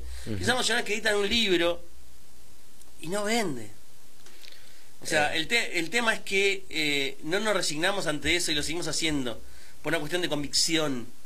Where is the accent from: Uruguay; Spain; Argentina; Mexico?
Argentina; somos argentinos.